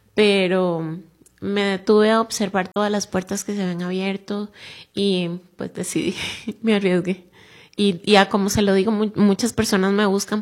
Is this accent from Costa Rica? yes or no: yes; Puntarenas, Costa Rica; moved away as an adult; yo soy de Punta Arenas, ahí estudié en la UCR con beca, soy de una familia, bueno, de un hogar un poquito disfuncional.